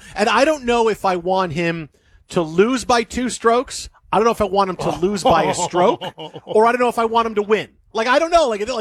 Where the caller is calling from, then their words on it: Sioux Falls, South Dakota, United States; Oh, no. I'm just a golf fan. I'm watching from Sioux Falls.